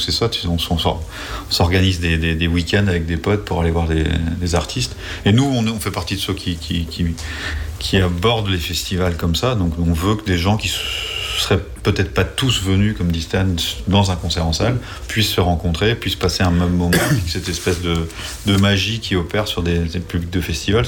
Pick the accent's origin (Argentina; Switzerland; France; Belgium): France; Brittany; on se moque souvent en tant que breton du nom des festivals